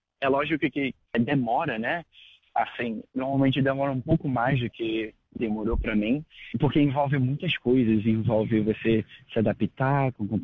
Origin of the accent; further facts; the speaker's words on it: Rio de Janeiro, Brazil; moved away as an adult; also born or lived in Vidigal, Rio de Janeiro; now in Australia; eu nasci na Santa Marta